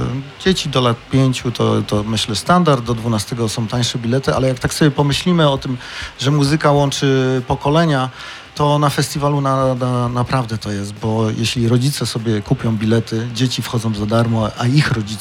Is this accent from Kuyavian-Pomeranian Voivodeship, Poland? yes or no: yes; Kuyavian-Pomeranian Voivodeship, Poland; czego brakuje u nas w Kujawsko-Pomorskim